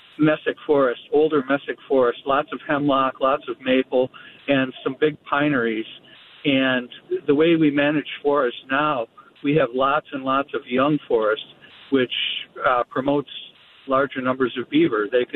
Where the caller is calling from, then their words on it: Rhinelander, Wisconsin, United States; I live in northern Wisconsin